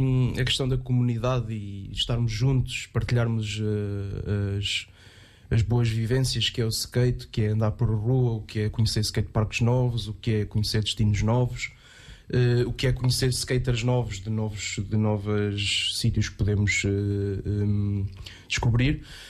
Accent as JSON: {"language": "Portuguese", "town": "Aveiro", "region": "Centro", "country": "Portugal", "said": "tenho 27 anos, sou de Aveiro também."}